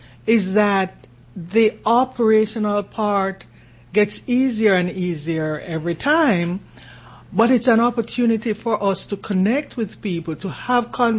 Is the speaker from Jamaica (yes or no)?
yes; Jamaica; accent: Jamaican; moved away as an adult; now in United States; So I was born in Jamaica, and I actually came here as an adult.